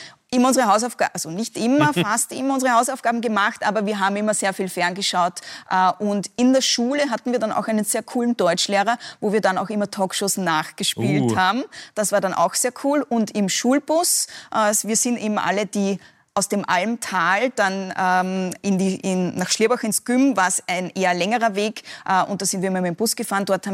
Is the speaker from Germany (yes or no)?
no; Upper Austria, Austria; accent: Upper Austrian dialect; moved away as an adult; now in Vienna, Austria; ich habe noch Dialektwörter. Ich habe auch einen starken Dialekt, glaube ich, noch immer. Also wenn man mich privat, wenn jemand aus Oberösterreich ist und ich auch aus Oberösterreich bin, dann hört man es schon noch.